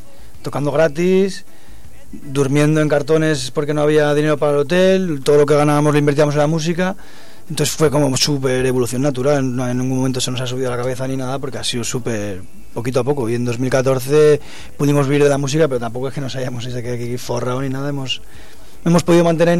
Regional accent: Vitoria-Gasteiz, Basque Country, Spain; moved away as an adult; now in Barcelona, Spain; somos los tres vascos, pero Larrea estaba en Barcelona cuando llegamos aquí, pero él había estudiado conmigo en Vitoria

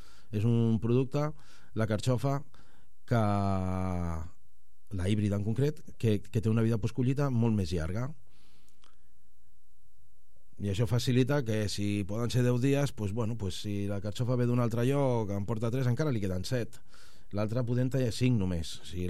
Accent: El Prat de Llobregat, Catalonia, Spain; plantem perquè som del Prat

